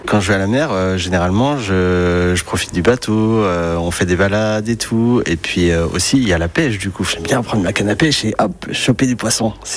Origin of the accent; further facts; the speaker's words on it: Rennes, Brittany, France; je suis de Rennes